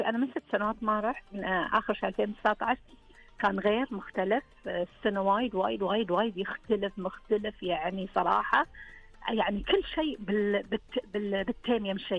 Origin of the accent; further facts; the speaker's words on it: Saudi Arabia; احنا سعوديين